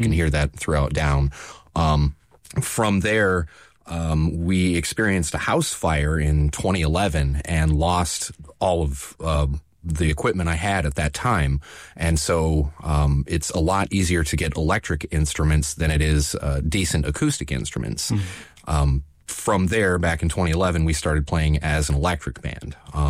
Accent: Kalamazoo, Michigan, United States; moved away as an adult; when I first came to town here, I didn't necessarily feel comfortable playing a lot of the louder punk rock that I had been used to in my hometown of Kalamazoo.

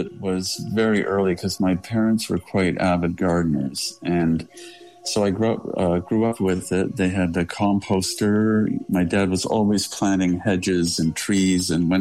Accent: Toronto, Ontario, Canada; I grew up in Toronto. I'm a native Torontonian, and for most of my life, I've lived in the city. … well, I should say Martha Johnson, my partner, and I actually moved to Bath, England for about a 2.5 year period.

